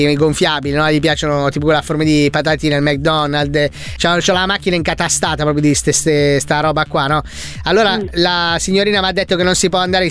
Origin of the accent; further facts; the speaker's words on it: Milan, Lombardy, Italy; accent: accento del quartiere; No, ma io non sono pugliese, sono di Milano. Cioè, nata e cresciuta